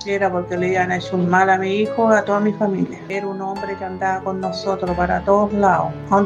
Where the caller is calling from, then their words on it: Limache, Valparaíso, Chile; De Limache.